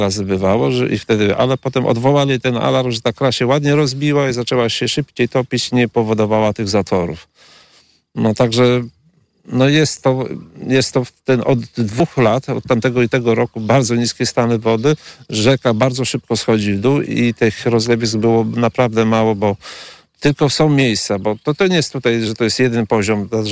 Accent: Wizna, Podlaskie Voivodeship, Poland; Tak, jestem z Wizny i tutaj jestem rolnikiem.

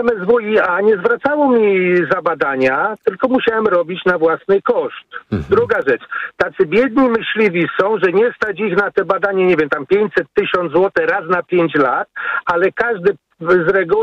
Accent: Warsaw, Masovian Voivodeship, Poland; now in Outskirts of Warsaw, Poland; Ja pamiętam jeszcze, bo ja jestem podałem z Warszawy, ale mieszkam jakby na obrzeżach Warszawy. Mhm. Jeszcze jak to się mówi, miałem kilkanaście lat, koło mnie by organizowali polowania, bo tu powiedzmy jestem z okolicy Okęcia

